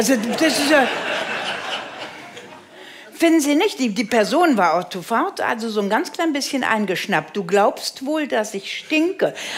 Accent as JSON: {"language": "German", "region": "Rhineland", "country": "Germany", "said": "Ja, ich bin aus dem Rheinland."}